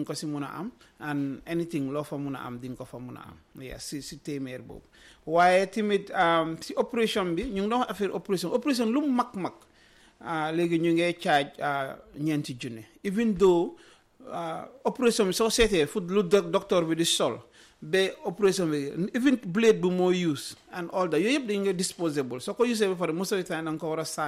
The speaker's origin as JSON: {"language": "English", "region": "North Bank", "country": "Gambia", "said": "I'm from Chamen in Lower Nyome."}